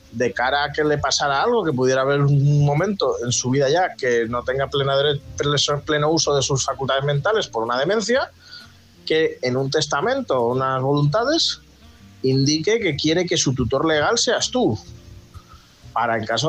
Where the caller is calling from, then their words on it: Palencia, Castile and León, Spain; corresponsal de Palencia.